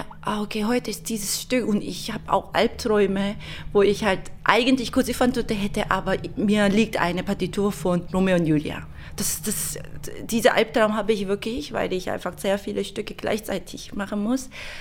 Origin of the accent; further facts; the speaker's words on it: South Korea; German is a second language; moved away as an adult; now in Germany; Und ich komme aus Korea